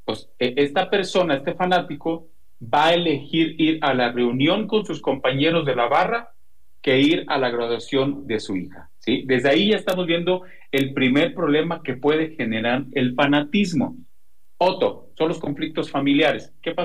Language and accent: Spanish; Mexico; yo soy de México.